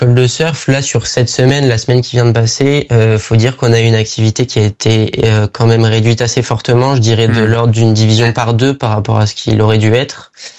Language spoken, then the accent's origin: French; Lacanau, Nouvelle-Aquitaine, France; moi, j'habite à Lacanau depuis, bah, quasiment depuis que je suis né